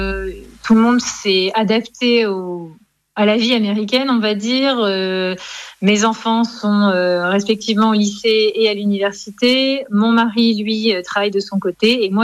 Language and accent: French; France; moved away; on a une réputation en tant que Français